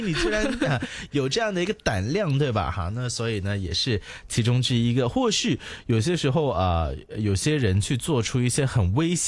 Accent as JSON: {"language": "Chinese", "region": "Guangdong", "country": "China", "said": "中医哈，或者是我们广东人呢，就发挥想象力哈。"}